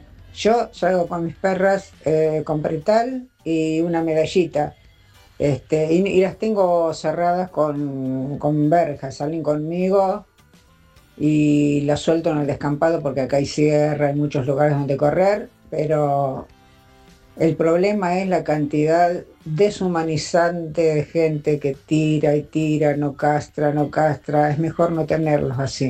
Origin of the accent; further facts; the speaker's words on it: Buenos Aires, Argentina; now in Capilla del Monte, Argentina; nativa de Buenos Aires, pero vivo en Capilla del Monte.